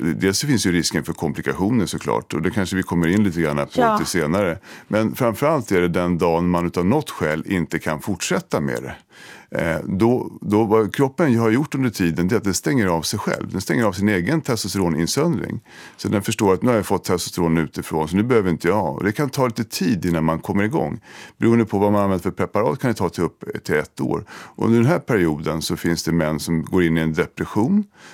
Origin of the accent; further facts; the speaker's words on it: Sweden; Som svensk läkare så tycker jag att det är vedervärt.